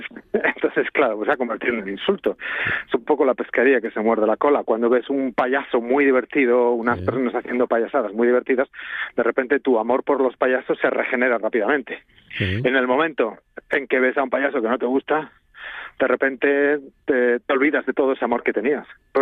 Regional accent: Bilbao, Basque Country, Spain; Mira, ahora estoy en Bilbao, que estoy intentando dar clases de vez en cuando aquí en mi pueblo.

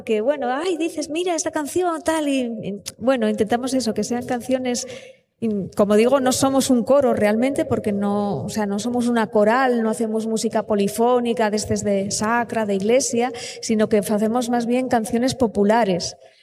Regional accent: Pimiango, Asturias, Spain; porque venimos de Pimiango, del oriente de Asturias.

